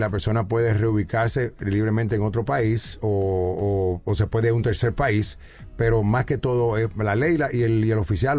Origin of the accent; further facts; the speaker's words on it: Colombia; yo soy colombiano, pero también soy argentino.